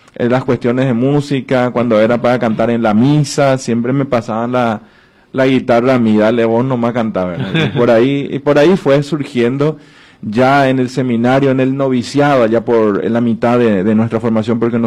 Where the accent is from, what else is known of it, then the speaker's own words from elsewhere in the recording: Pedro Juan Caballero, Amambay, Paraguay; yo soy de Pedro Juan Caballero